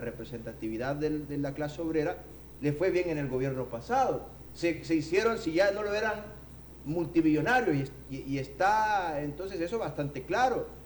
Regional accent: Honduras

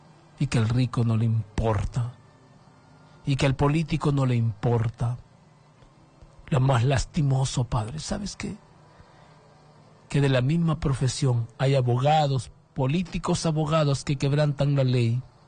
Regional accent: Honduras; Te lo digo como hondureño

